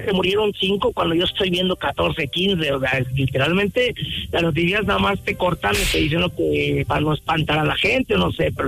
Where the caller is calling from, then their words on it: Mazatlán, Sinaloa, Mexico; directo desde Mazatlán